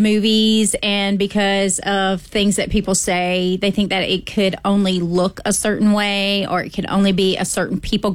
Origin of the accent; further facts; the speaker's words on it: South Carolina, United States; it happened to me, and I'm from Lexington County.